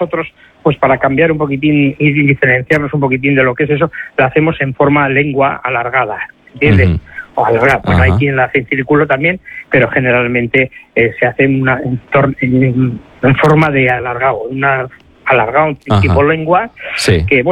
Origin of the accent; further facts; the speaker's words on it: Bilbao, Basque Country, Spain; como somos de Bilbao